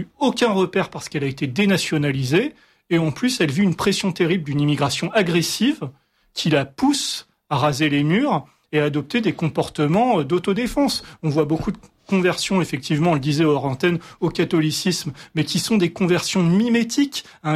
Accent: France; Avant d'être un caucasien, avant d'être un blanc, je suis un Français

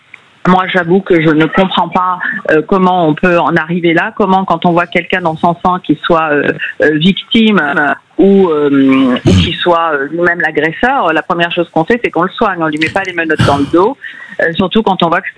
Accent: France; Moi, je suis française et je crois en l'universalité

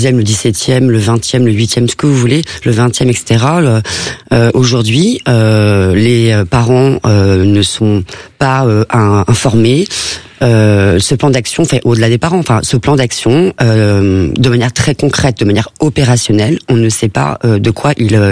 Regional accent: Paris, Île-de-France, France; moi je suis parisienne justement.

